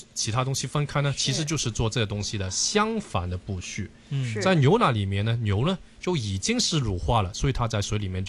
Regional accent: China; 那很多人不知道，就是我们中国人呢，其实是当中是90%的中国人呢，是成年之后是不能正常消化乳糖的。

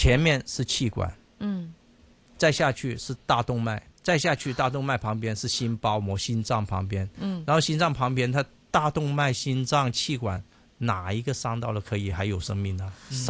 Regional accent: China; 然后而且我们中国人的文化是什么？

